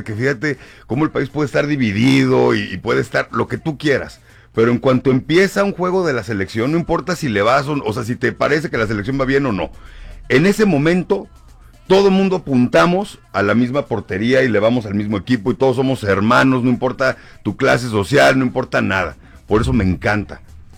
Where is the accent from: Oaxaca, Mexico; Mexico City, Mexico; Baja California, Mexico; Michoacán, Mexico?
Baja California, Mexico; Tijuana; now in Las Vegas, United States; Yo tengo, ¿qué? Escasos 2 meses aquí en Las Vegas. Yo lo dije ayer, soy de Tijuana, Baja California, con mucho orgullo.